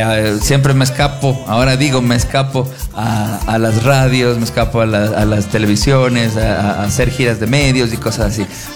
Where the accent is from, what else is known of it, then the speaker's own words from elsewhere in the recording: Ecuador; Somos ecuatorianos de corazón